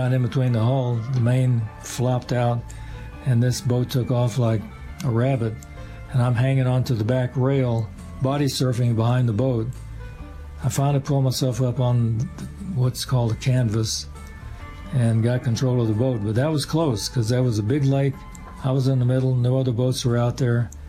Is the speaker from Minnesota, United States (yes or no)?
no; Kansas, United States; now in Denver, United States; growing up in Kansas, you don't get a chance to sail a lot.